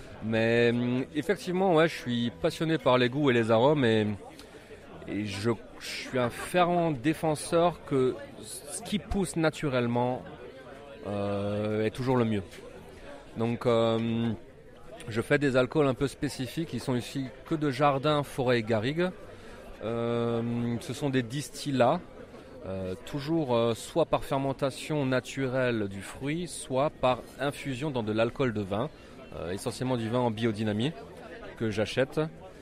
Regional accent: Grand Est, France; j'ai créé du coup la distillerie en Alsace, parce que je suis alsacien, peut-être ça s'entend, en 2019.

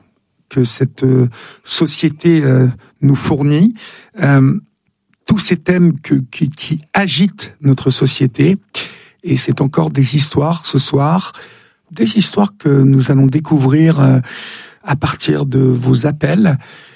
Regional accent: Évreux, Normandy, France; born there; Vous êtes née à Évreux, donc comme moi.

